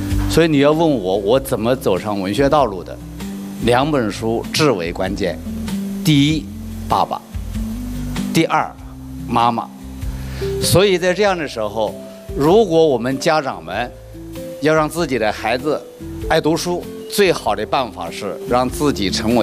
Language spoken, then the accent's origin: Chinese; China